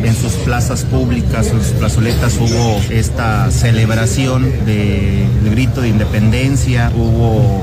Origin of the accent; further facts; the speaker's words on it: Mexico; esa fiesta que nos recuerda que somos mexicanos